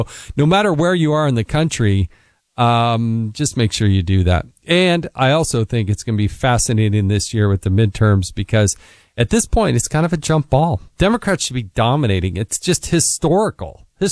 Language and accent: English; Utah, United States; the Rod and Greg show there on KNRS, kind of my hometown station there in Utah.